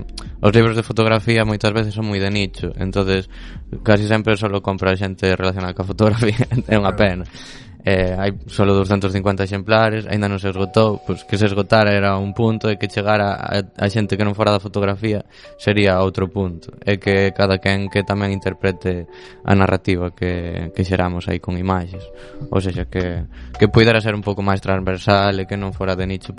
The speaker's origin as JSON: {"language": "Galician", "town": "Xunqueiro", "region": "Galicia", "country": "Spain", "said": "Ah, pues, somos de Xunqueiro."}